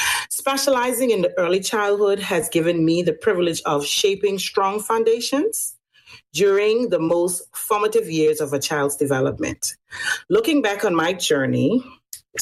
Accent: North Caicos, Turks & Caicos Islands; I hail from the Green Island of North Caicos.

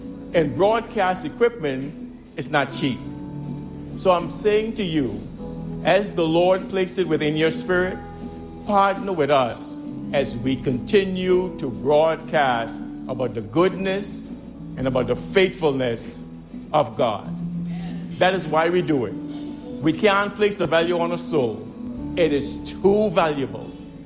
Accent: Providenciales, Turks & Caicos Islands; as a little boy growing up in Wheeling and Blue Hills

